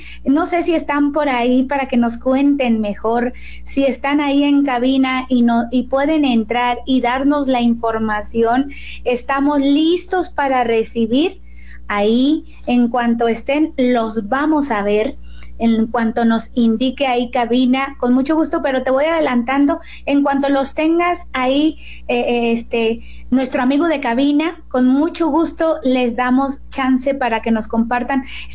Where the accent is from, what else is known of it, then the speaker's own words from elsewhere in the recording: Guerrero, Mexico; yo soy cerca de Zihuatanejo